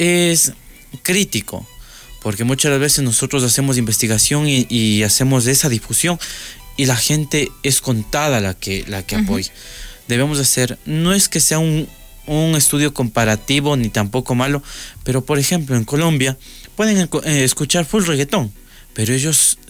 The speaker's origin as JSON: {"language": "Spanish", "country": "Ecuador", "said": "nosotros como ecuatorianos"}